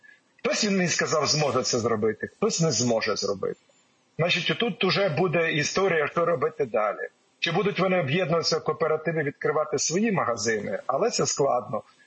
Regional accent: Pryluky, Chernihiv Oblast, Ukraine; Мої рідних Прилуках як ходили, так і ходять.

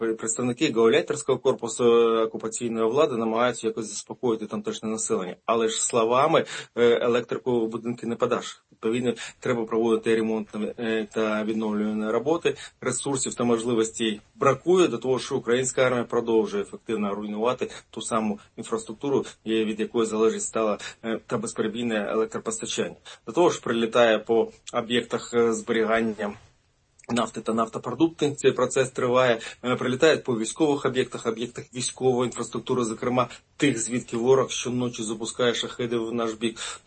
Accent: Crimea, Ukraine; я ж кримчанин

